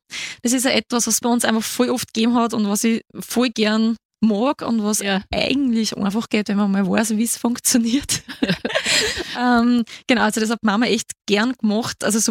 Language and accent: German; Waldhausen im Strudengau, Upper Austria, Austria; Genau, also ich komme aus dem Mühlviertel, Waldhausen im Strudengau, wunderschönes Fleckchen.